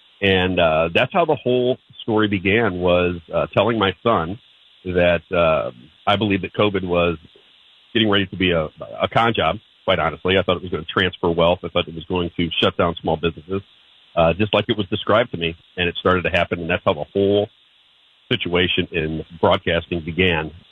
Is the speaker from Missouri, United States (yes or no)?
yes; St. Louis, Missouri, United States; You know, I'm from St. Louis, so I wanted to be a sports broadcaster